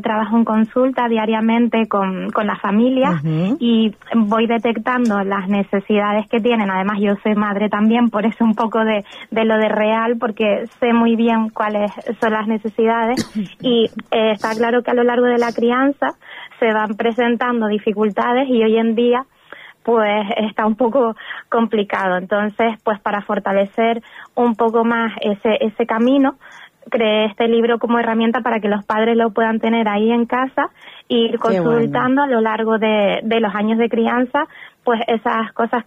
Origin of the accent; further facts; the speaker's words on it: Tenerife, Canary Islands, Spain; yo soy de Tenerife, pero Lanzarote para mí es mi segunda casa. Tengo raíces de ahí, mi abuela es de tía, luego pues más familia por repartida por todo Lanzarote.